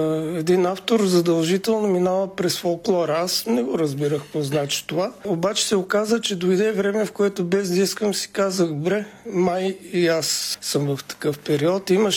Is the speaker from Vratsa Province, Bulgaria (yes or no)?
no; Montana, Montana Province, Bulgaria; born there; moved away as an adult; now in Shumen, Bulgaria; роден съм в Монтана, град Монтана, не щат Монтана. Ами там, сега както го цитират, северо-западналия край